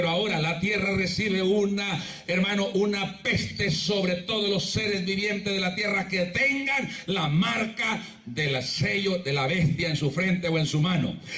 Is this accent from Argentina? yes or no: no; El Salvador; como vamos a decir en buen salvadoreño, ¿con qué agallas?